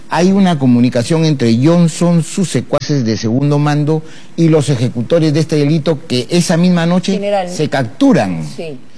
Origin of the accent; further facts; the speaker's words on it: Peru; por ese sentimiento que tengo hacia la institucionalidad, a la Policía Nacional, y como peruano, a la gobernabilidad.